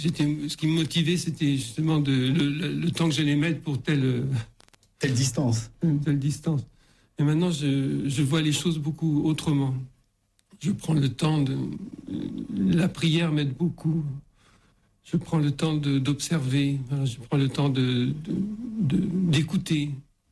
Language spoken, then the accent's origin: French; Lourdes, Occitanie, France; Et je me suis présenté, je lui ai dit que je venais de Lourdes. Et c'est là après que j'aurais dit, ben, quand je vais rentrer à Lourdes